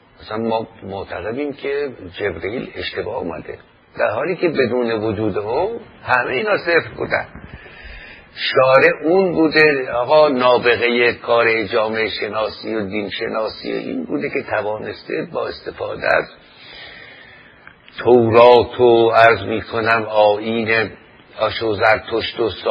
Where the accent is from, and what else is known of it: Iran